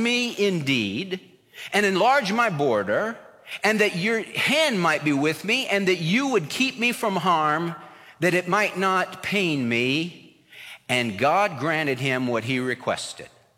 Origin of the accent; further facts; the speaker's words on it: California, United States; When I was a little kid, we had a pool in my backyard growing up in California.